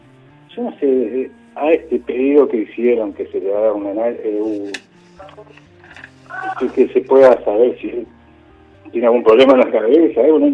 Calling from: Villa Celina, Buenos Aires Province, Argentina; En Villa Celina.

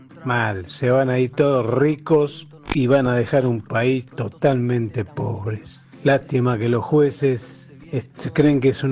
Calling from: Buenos Aires, Argentina; de Lugano.

